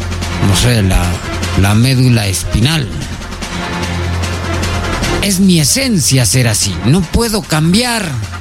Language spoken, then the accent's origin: Spanish; Arequipa, Peru